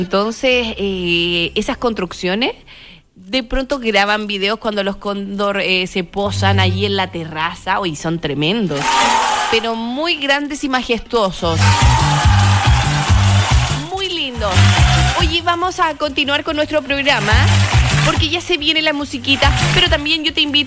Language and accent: Spanish; Chile